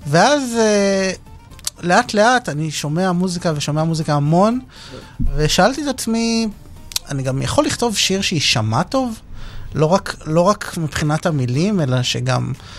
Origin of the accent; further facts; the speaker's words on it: Rishon LeZion, Central District, Israel; now in Holon, Israel; אני מחולון, במקור מראשון.